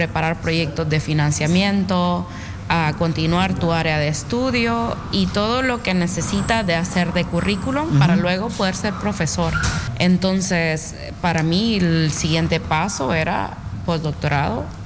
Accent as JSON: {"language": "Spanish", "country": "Honduras", "lives_now": "Ostrava, Czechia", "said": "Soy hondureña, pero soy científica de corazón"}